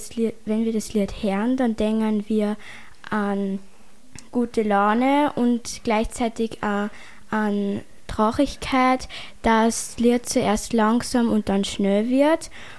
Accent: Vöcklabruck, Upper Austria, Austria; Und wir sind aus Vöcklabruck, aus dem BG Vöcklabruck, aus der 2D.

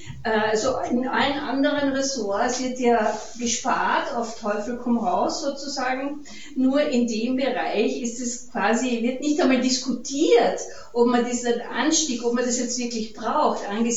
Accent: Carinthia, Austria; now in Vienna, Austria; Ich lebe in Wien, wie die Juli schon gesagt hat, aber ich bin keine Wienerin, ich bin eine Kärntnerin, komme aus einer Stadtbezirkshauptstadt, die ungefähr so groß ist wie Ried

